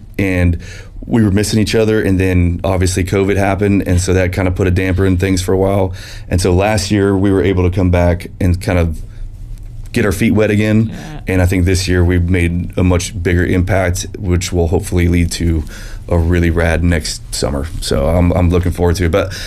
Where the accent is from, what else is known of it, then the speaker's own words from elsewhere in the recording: Colorado, United States; now in Mexico; Growing up in Colorado and like just Western culture, I got into doing rodeo.